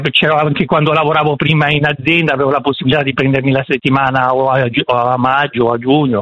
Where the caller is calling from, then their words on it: Lombardy, Italy; Ciao, io non sono di Milano, però abito in provincia di Como.